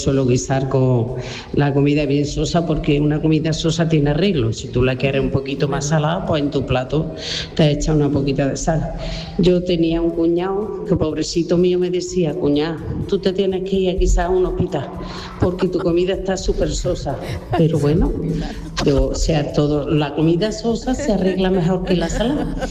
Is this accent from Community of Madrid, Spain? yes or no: no; Córdoba, Andalusia, Spain; Buenas tardes … de Córdoba.